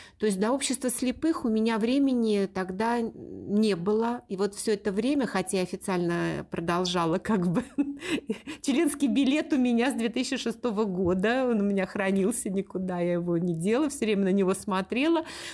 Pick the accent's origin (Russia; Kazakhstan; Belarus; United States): Russia; Saint Petersburg; Я родилась в Ленинграде, в семье блокадников, и бабушка у меня с мамой здесь всю блокаду прожили, поэтому у нас вот эти традиции ленинградские, петербургские в семье всегда очень соблюдались и до сих пор как бы соблюдаются.